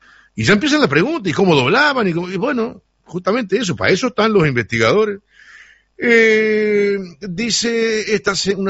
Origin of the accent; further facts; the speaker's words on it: Santa Clara, Treinta y Tres, Uruguay; Ahí en mi pueblo Santa Clara está la casa que vivió Juana de América, frente al cuartel, y por la calle que pasa por atrás de la casa está la primera maternidad que tuvo Santa Clara.